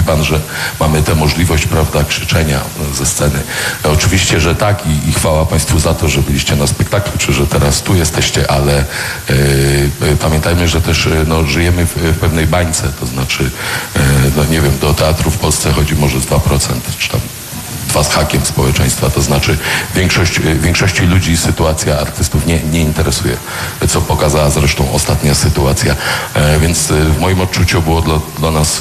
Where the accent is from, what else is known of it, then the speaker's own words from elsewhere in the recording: Silesian Voivodeship, Poland; jako Ślązacy